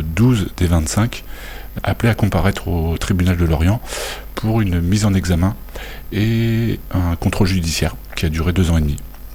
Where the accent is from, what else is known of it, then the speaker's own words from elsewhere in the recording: Vannes, Brittany, France; Je suis de Vannes, moi, fils d'ouvrier, travailleur dans le social